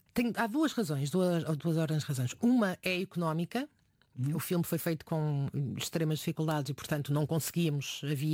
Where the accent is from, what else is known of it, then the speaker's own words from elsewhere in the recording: Porto, Norte, Portugal; eu sou do Porto.